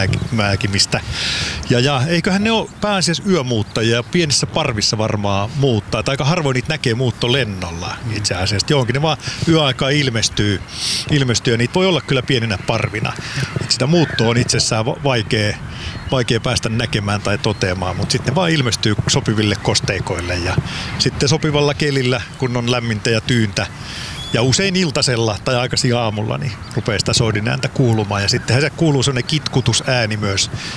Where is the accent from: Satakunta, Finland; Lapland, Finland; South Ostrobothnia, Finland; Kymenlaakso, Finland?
Satakunta, Finland; Pori; accent: Pori dialect; Kuulosti niin tutultua Porin murre, kun mä oon itsekin Porista kotoisin, niin tekee mieli jo ihan vastat